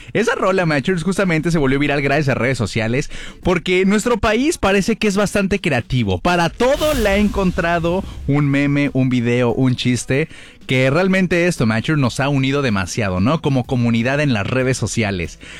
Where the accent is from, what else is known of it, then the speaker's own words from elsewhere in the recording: Mexico; orgullosamente siendo mexicanos nosotros